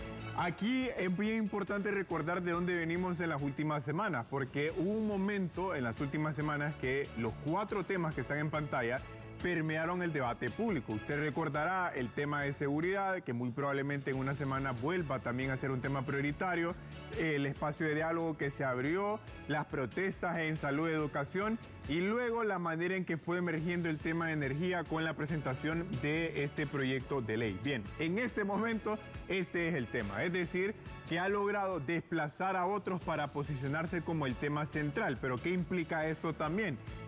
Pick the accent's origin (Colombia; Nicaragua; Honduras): Honduras